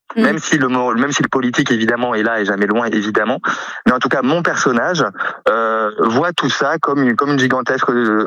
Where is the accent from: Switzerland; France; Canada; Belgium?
France; Toulouse, Occitanie; Donc, moi, je suis toulousain.